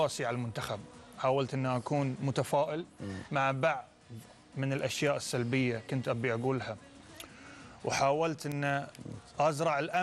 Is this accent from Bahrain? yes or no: yes; Bahrain; لان انا بحريني.